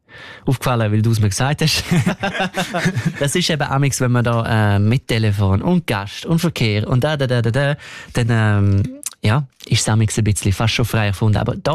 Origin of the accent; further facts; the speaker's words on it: Switzerland; du als Schweizer, wir Schweizer